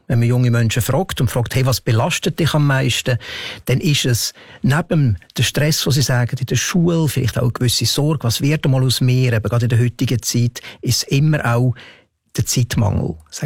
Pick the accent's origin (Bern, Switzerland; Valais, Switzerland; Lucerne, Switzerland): Lucerne, Switzerland; ich bin in Luzern aufgewachsen